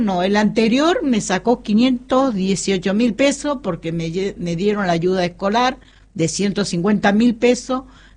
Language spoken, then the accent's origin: Spanish; Buenos Aires, Argentina; Yo vine de Buenos Aires.